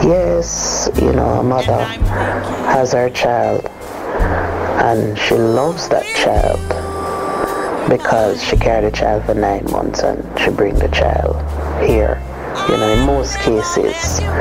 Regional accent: Jamaica; We're from Jamaica.

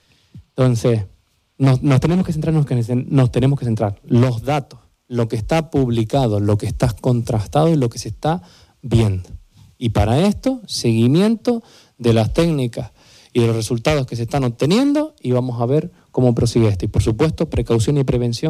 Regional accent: Anaga, Canary Islands, Spain; yo soy más de Anaga y nosotros renegamos un poquito de Santa Cruz, de la capital.

